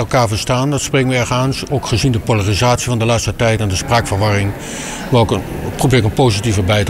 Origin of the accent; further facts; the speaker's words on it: Kampen, Overijssel, Netherlands; ook in kampen waar ik vandaan kom.